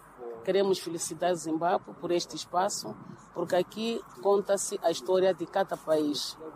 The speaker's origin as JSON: {"language": "Portuguese", "country": "Mozambique", "said": "Como moçambicanos, acreditamos que, através do nosso governo, poderemos participar ativamente"}